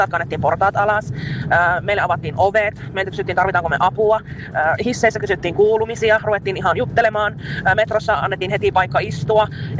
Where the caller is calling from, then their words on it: Kuopio, North Savo, Finland; Me käytiin perheen kanssa lomareissulla Helsingissä viime kesänä ja tultiin siis Kuopiosta.